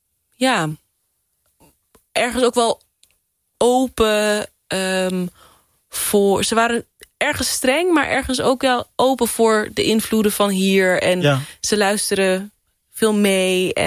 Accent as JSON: {"language": "Dutch", "town": "Culemborg", "region": "Gelderland", "country": "Netherlands", "tie": "born or raised there", "said": "En ook waar ik ben opgegroeid, in Culemborg. En ik ben zelf van een Maroon afkomst."}